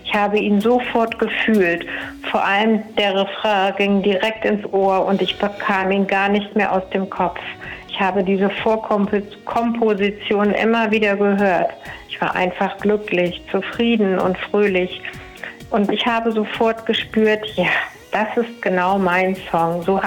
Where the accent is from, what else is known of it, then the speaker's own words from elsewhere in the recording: Harz, Germany; Ich fahre auch gerne in den Harz und genieße einfach dort die Zeit, da wo ich herkomme, denn meine Wurzeln sind ja dort und die Heimat lockt einen natürlich immer wieder zurück.